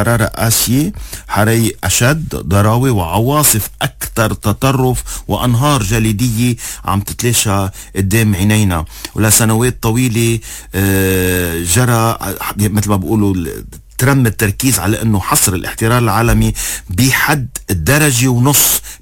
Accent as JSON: {"language": "Arabic", "country": "Lebanon", "said": "كلبنانيين يعني اليوم مثلنا مثل كل هالبلدين"}